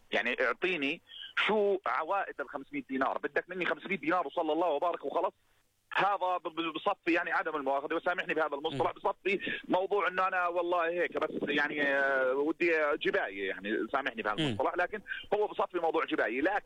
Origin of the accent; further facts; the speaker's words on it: Jordan; انا شاب اردني مواطن اردني